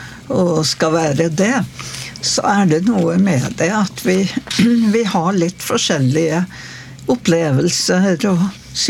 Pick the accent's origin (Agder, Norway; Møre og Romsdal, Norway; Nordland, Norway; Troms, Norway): Nordland, Norway; Alstahaug; also born or lived in Oslo; now in Ytre Enebakk, Norway; Ja, jeg kommer fra Helgeland